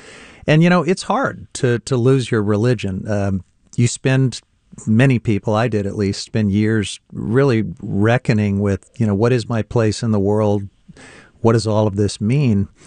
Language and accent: English; Independence, Missouri, United States; I grew up in Independence, Missouri, known for a couple things, Harry Truman's hometown for one